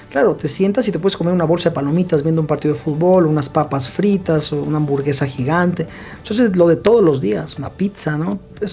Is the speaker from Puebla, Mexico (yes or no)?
yes; Puebla, Mexico; Es que yo soy de Puebla